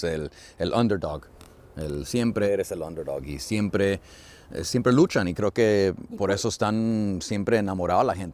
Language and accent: Spanish; Mexico; now in Germany; Pero aquí en Alemania. No es de que sea malo o incorrecto o correcto, pero es diferente. Y yo como mexicano amo el fútbol.